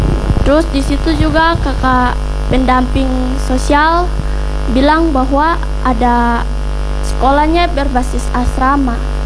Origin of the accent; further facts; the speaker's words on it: East Biak District, Papua, Indonesia; Saya anak kedua dari 3 bersaudara, asal saya dari Kampung Mandon, Distrik Biak Timur.